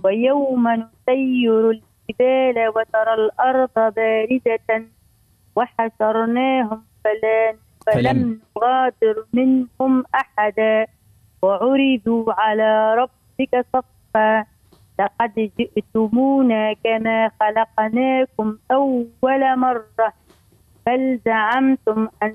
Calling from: Utique, Bizerte Governorate, Tunisia; من ولاية بنزرت

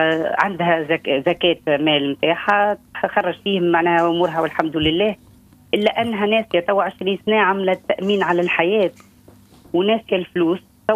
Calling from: Sousse, Sousse Governorate, Tunisia

